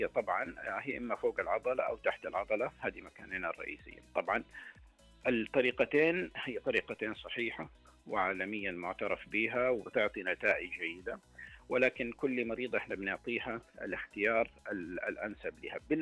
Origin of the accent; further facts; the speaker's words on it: Saudi Arabia; هي أحد العمليات يمكن الأكثر شيوعا سواء عندنا في السعودية حقيقة أو حتى عالميا